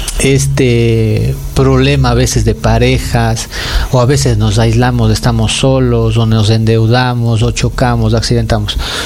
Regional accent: Cuenca, Azuay, Ecuador; nosotros somos de acá, de Cuenca.

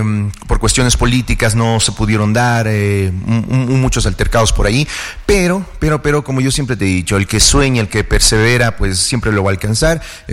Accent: Pujilí, Cotopaxi, Ecuador; amando más a mi tierra Pujilí.

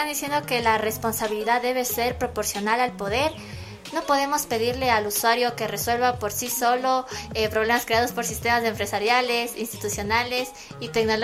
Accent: Ecuador; A nosotros como ecuatorianos

